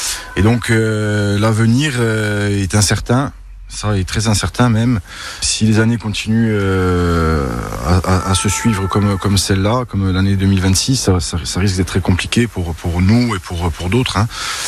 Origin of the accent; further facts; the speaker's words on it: Corsica, France; nous chez nous en Corse